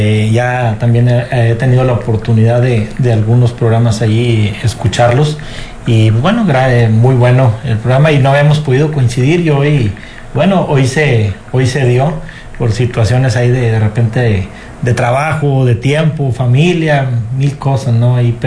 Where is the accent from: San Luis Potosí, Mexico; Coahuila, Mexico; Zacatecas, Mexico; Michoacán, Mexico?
Coahuila, Mexico; Piedras Negras; born there; now in Allende, Mexico; yo nací en la ciudad de Piedras Negras.